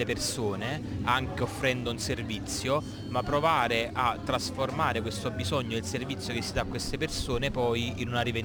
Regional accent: Naples, Campania, Italy; Io per esempio vengo dalla città di Napoli

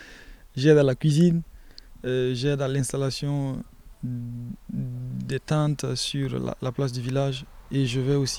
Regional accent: Burkina Faso; moved away as an adult; now in Lyon, France; J'ai étudié d'abord au Burkina

